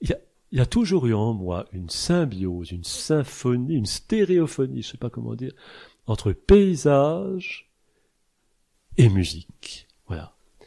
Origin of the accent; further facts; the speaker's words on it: Auvergne-Rhône-Alpes, France; parce qu'on est auvergnat